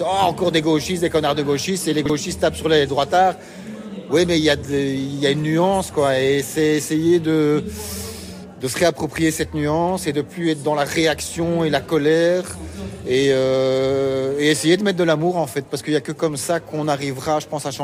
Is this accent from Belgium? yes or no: yes; Brussels, Belgium; Moi, je suis bruxellois là-bas, ça fait 2 ans et demi que j'habite ici.